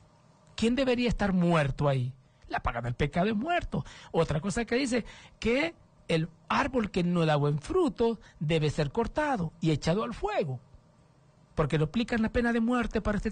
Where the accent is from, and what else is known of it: Honduras